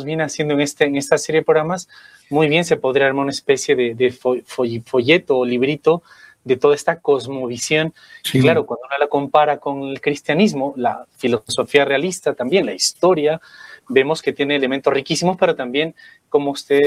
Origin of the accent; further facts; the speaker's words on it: Cusco, Peru; born there; yo, que nací en Cusco